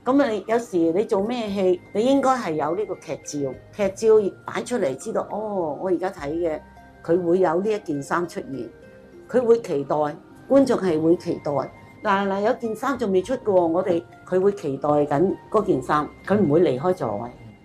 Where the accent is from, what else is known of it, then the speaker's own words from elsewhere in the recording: Macau; 我呢就是澳门土生土长的，但是呢就是我是佛山人